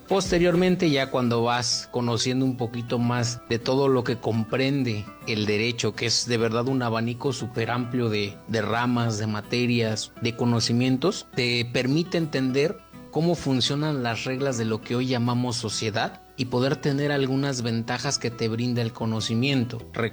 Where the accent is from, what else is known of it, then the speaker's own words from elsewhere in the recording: Huejutla, Hidalgo, Mexico; Soy originario de Huejutla, lo mencionaba, parte de la Huasteca hidalguense, una región caracterizada por su cultura y además muy rica en talentos diversos, en gastronomía, música, entre otros.